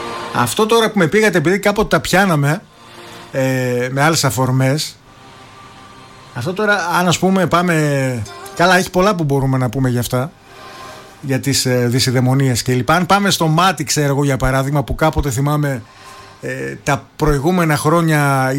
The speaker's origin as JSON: {"language": "Greek", "country": "Greece", "said": "Ως Έλληνες είμαστε αρκετά, έτσι, αρκετά ψηλά σε αυτά."}